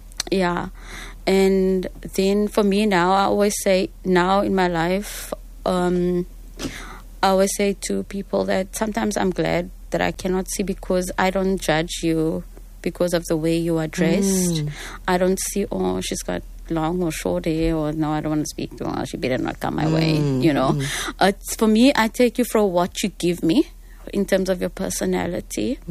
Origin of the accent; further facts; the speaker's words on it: Wellington, Western Cape, South Africa; growing up in Wellington, it was hot